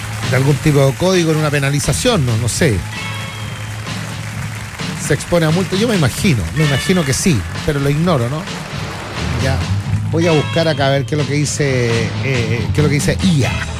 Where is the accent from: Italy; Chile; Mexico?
Chile; Antofagasta; Siendo antofagastino, acá he vivido toda mi vida.